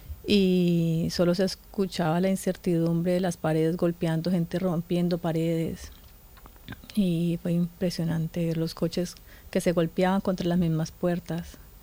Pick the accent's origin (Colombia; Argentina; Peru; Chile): Colombia; moved away as an adult; now in Catarroja, Spain; yo soy colombiana, llegué aquí hace aproximadamente 2 años, con todas las ilusiones de empezar de cero.